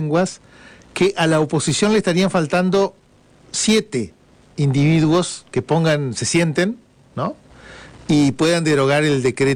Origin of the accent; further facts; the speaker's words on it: Bolivia; Pero soy boliviano, o sea que me alcanza